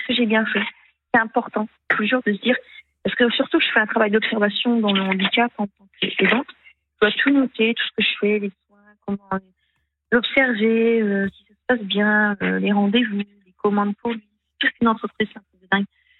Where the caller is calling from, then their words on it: France; je suis française, hein, j'ai des papiers et tout.